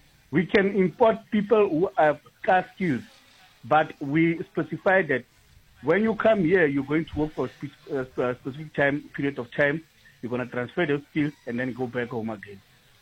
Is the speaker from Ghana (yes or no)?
no; South Africa; I cannot talk about it, but I'm South African. I can talk for my country.